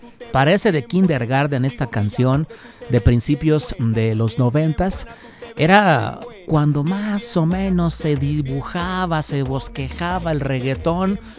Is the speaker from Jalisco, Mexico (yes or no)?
yes; Guadalajara, Jalisco, Mexico; Los que somos orgullosamente tapatías